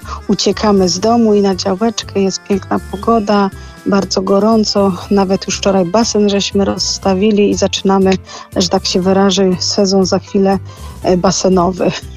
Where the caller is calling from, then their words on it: Kostrzyn nad Odrą, Lubusz Voivodeship, Poland; Kostrzy nad Odrą.